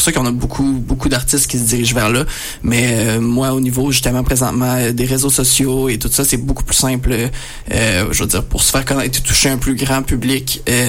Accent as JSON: {"language": "French", "region": "Quebec", "country": "Canada"}